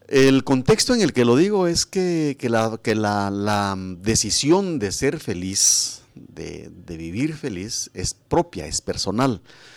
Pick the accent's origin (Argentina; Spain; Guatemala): Guatemala; nosotros mismos como personas, como guatemaltecos